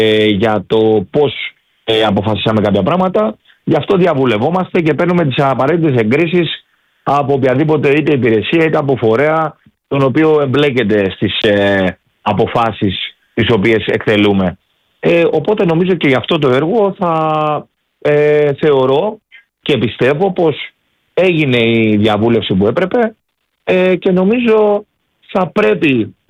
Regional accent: Rhodes, South Aegean, Greece; εκτός από ροδίτης πολίτης, είμαι και αιρετός του Δήμου Ρόδου

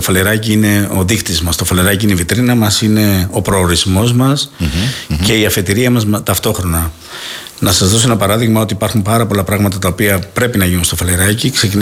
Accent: Kalythies, South Aegean, Greece; ο τόπος μου είναι ένας απαιτητικός τόπος. Βλέπω και τους συμπολίτες μου να είναι πάρα πολύ απαιτητικοί. Κάνω βόλτες και σε άλλα χωριά. Μπορώ να σας πω ότι οι Καλυθιές βρίσκονται σε πάρα πολύ υψηλό επίπεδο όσον αφορά την αισθητική του τοπίου.

